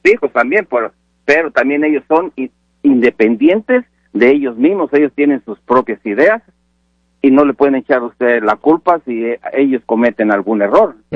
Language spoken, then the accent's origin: Spanish; Nicaragua; Sí, yo soy de Nicaragua, pero...